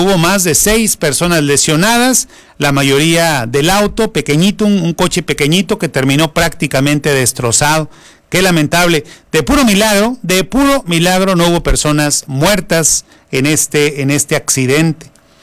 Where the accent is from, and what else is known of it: Mexico